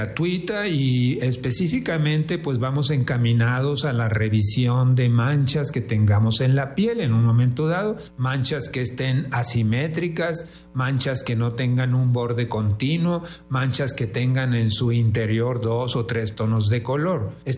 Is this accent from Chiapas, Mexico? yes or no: no; Delicias, Chihuahua, Mexico; y los que somos aquí de Delicias, que estaremos participando entonces en la campaña.